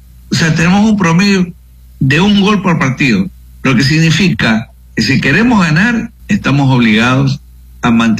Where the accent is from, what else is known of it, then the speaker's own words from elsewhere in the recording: Ecuador; Porque así somos los ecuatorianos.